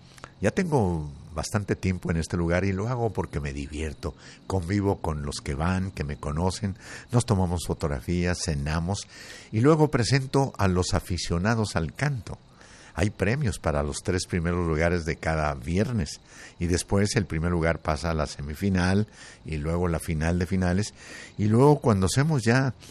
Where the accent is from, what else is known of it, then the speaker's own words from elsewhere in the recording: Zacatecas, Mexico; moved away; Ay, mi tierra.